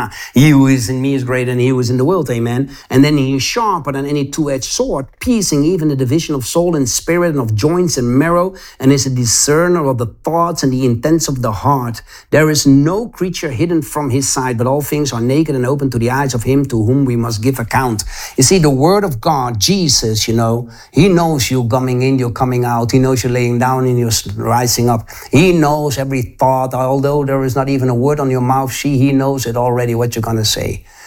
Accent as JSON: {"language": "English", "country": "Netherlands", "said": "I'm from Holland"}